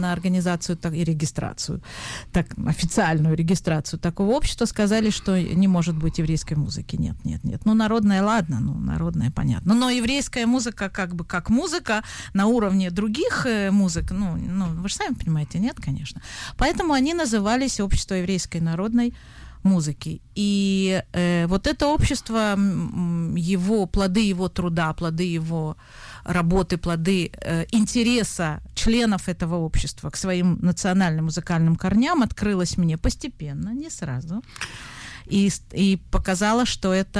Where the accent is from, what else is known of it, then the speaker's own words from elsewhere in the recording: Moscow, Russia; я из Москвы